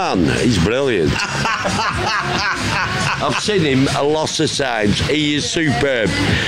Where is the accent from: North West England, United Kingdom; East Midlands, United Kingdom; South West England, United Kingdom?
North West England, United Kingdom; Blackburn; From Blackburn.